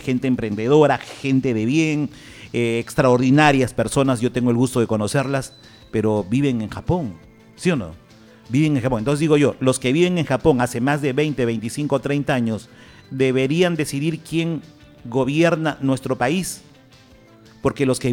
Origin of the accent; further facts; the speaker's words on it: Peru; born there; now in Chiclayo, Peru; por una región donde yo nací y yo amo la tierra donde nací, pero yo no vivo ahí.